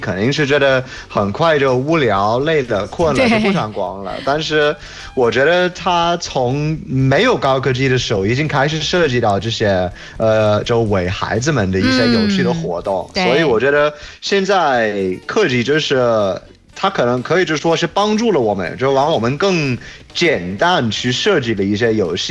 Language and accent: Chinese; United Kingdom; Chinese is a second language; moved away; 小的时候在英国